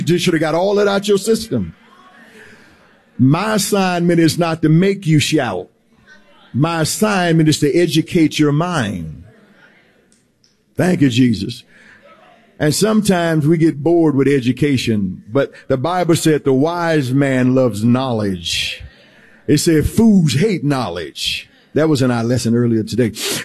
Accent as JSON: {"language": "English", "region": "the South", "country": "United States", "accent": "southern", "said": "I'm speaking English. May have a southern accent to it a little bit"}